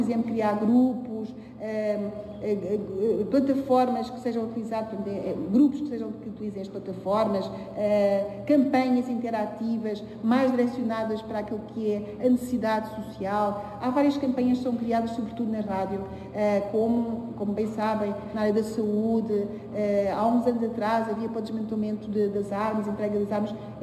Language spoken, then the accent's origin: Portuguese; Angola; born there; Eu nasci em Angola e não conheço tão pouco todas as províncias